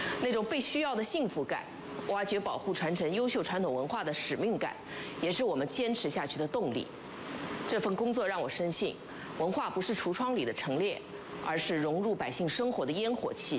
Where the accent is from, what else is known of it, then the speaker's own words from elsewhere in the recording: Hefei, Anhui, China; 作为土生土长的庐阳人，从小学习艺术，工作以后也可以利用个人的专业扎根庐阳的文化事业